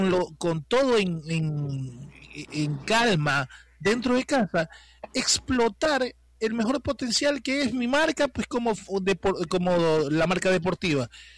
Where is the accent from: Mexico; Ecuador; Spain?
Ecuador; será porque somos ecuatorianos